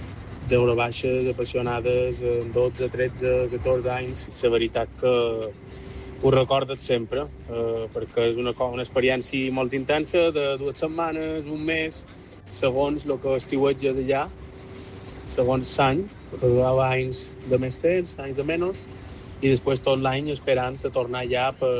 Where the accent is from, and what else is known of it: Palma, Balearic Islands, Spain